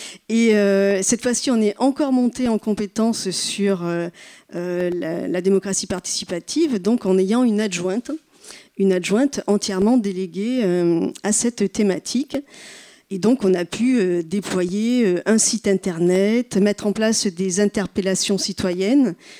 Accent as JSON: {"language": "French", "town": "Libourne", "region": "Nouvelle-Aquitaine", "country": "France"}